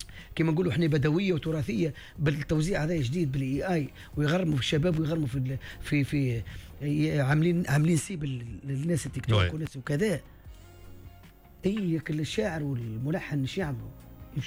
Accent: Tunisia; accent: south-eastern Tunisian; moved away; وحنا اصلا في الجنوب الشرقي لهجتنا قريبه ياسر للعربيه الفصحى ما والناس كل تفهمها حتى في تونس يفهمونا القوبسية خاصة نحن نحكي على الجنوب الشرقي قابس مدنين

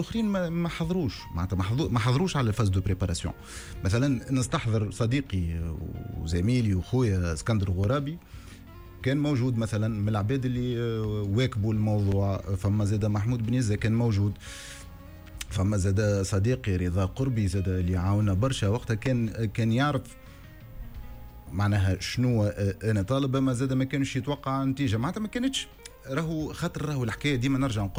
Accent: Tunisia; تحيه للحومه واد نوار، فهمتني؟ خاطرني تربيت غادي ونشأت غادي

